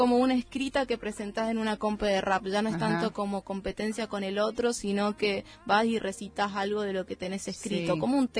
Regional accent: Villa Mercedes, San Luis, Argentina; moved away as an adult; now in Buenos Aires, Argentina; Yo soy de Eva Perón, de Villa Mercedes

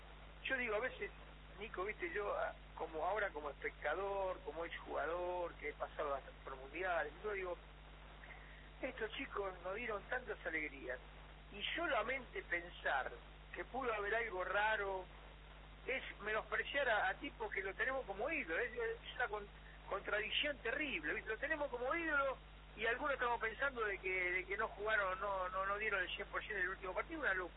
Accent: Argentina; Pero bueno, yo como argentino estoy agradecido

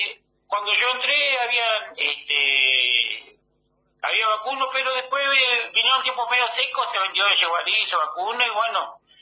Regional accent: Aldea Beleiro, Argentina; Yo, la verdad, más o menos te comento que yo soy nativo de Aldea Beleiro.

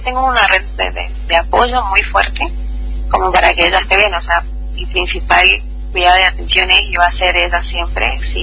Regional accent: Argentina

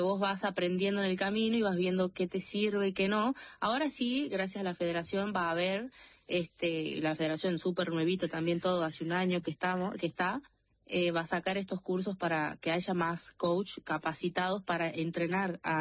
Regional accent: Tucumán, Argentina; Sí, de Tucumán.

